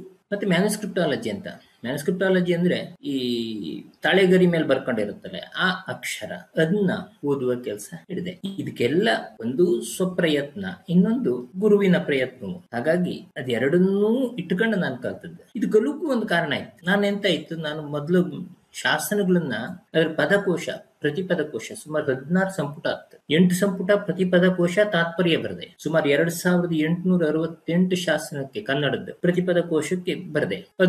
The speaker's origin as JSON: {"language": "Kannada", "town": "Byndoor", "region": "Karnataka", "country": "India", "tie": "born there", "also_born_or_lived": "Govardhan, Uttar Pradesh / Mayapur, West Bengal", "moved": "as an adult", "lives_now": "Bengaluru, India", "said": "ನಾ ಕಲ್ತದ್ದೆಲ್ಲ ಊರಲ್ಲೇ, ಸ್ವಲ್ಪ ಬೇರೆ ಬೇರೆ ಕಡೆನೂ ಕಲ್ತಿದ್ದೆ. ಆದ್ರೆ ಊರಲ್ಲೇ ಕಲ್ತ ಮಾರಲ್ಲ, ಅಲ್ಲೇ ಬೈಂದೂರಲ್ಲೇ ಕಲ್ತ ಮಾರಲ್ಲ. ಬೈಂದೂರಲ್ಲಿ ಒಂದ್ 2 ವರ್ಷ ಕಲ್ತದ್ದು ಅಷ್ಟೇ ಬಿಟ್ರೆ ಮತ್ ನಾನು ಬೈಂದೂರಲ್ಲಿ ಕಲ್ತ ಮಾರಲ್ಲ. ಆದ್ರೆ ಕೆಲಸ ನಂದು ಆರಂಭ ಇದ್ದು ಉತ್ತರ ಪ್ರದೇಶದಲ್ಲಿ."}